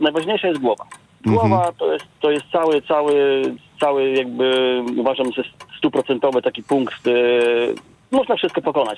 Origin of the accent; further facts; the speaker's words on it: Podlaskie Voivodeship, Poland; jestem z Podlasia